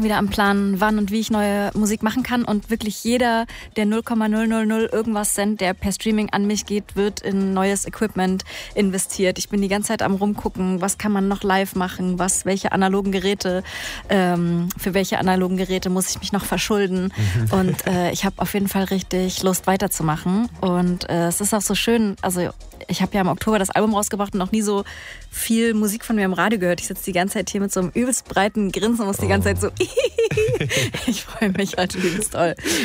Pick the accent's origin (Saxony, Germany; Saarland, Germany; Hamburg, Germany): Saxony, Germany; Da spiele ich auf dem Highfield. Das ist die Ecke, wo ich herkomme.